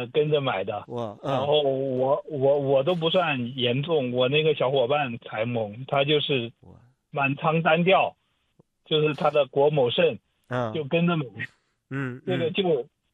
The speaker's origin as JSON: {"language": "Chinese", "town": "Dongguan", "region": "Guangdong", "country": "China", "said": "看来您在我们东莞这里也很有名，我也是东莞的"}